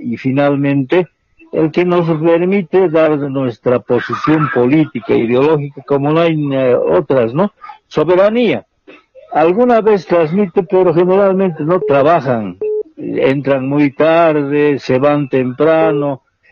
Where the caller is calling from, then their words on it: La Paz, Bolivia; aquí en la zona sur, donde vivo